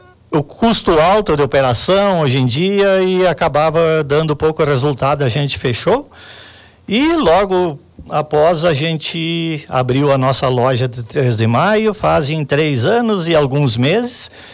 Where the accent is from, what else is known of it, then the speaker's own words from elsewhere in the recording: Três de Maio, Rio Grande do Sul, Brazil; moved away; porque a gente nasceu aqui, meus filhos nasceram aqui também, minha esposa é daqui